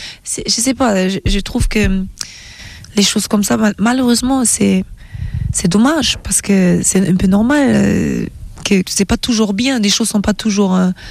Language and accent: French; Germany; j'aime les bretzels aussi parce que j'ai grandi en Allemagne